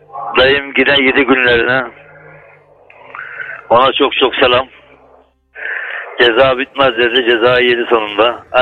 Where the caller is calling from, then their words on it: Çarşamba, Samsun, Turkey; Ben Çarşambalı